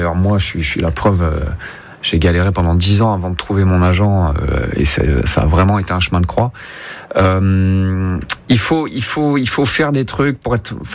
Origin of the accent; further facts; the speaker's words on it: Corsica, France; Je dis pas ça en tant que Corse.